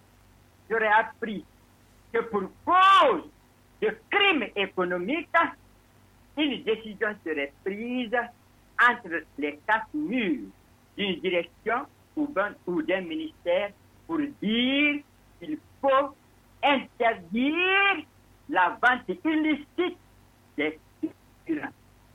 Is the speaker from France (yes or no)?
no; Lola, Nzérékoré Region, Guinea; chez moi, à Lola, il y a des villages